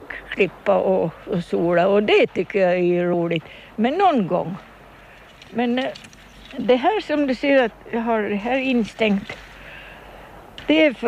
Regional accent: Kumlinge, Åland, Åland Islands; moved away; also born or lived in United States; så växte jag upp här på Kumlinge. Och sen så fick jag för mig att jag skulle lite ut och se mig omkring. Och så får vi till Amerika.

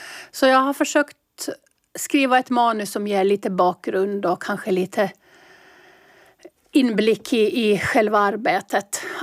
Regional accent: Mariehamn, Åland, Åland Islands; Då pratade jag om min uppväxt på Skeffersgränd och i stan.

